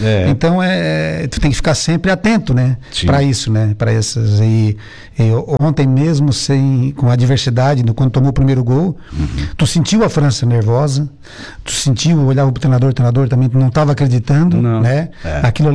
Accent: Brazil; como a gente é brasileiro

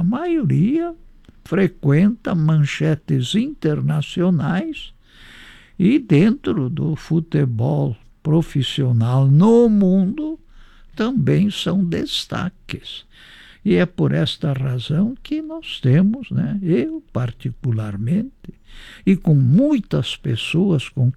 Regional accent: Brazil

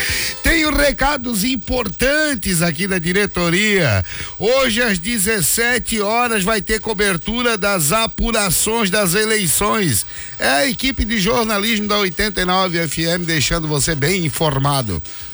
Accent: South Region, Brazil; Eu sou do Sul, com os serran

